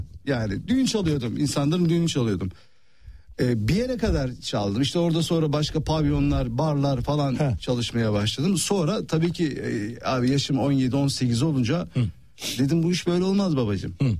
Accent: Ankara, Turkey; Erzincanlı bir ailenin çocuğuyum. Erzincan'dan gelmiş işte büyüklerim falan filan. Ben Ankara'da doğdum, Ulucanlar'da.

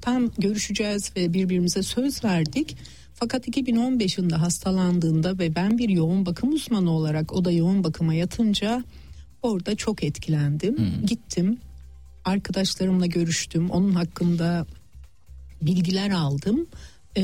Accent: Adana, Turkey; Yanına gittim ve ben de Adanalıyım, ben de yazıyorum.

